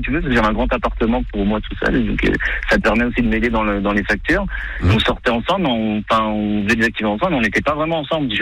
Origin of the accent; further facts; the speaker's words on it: France; Moi, je suis français et je suis venu faire un visa voyage vacances ici, un travail vacances.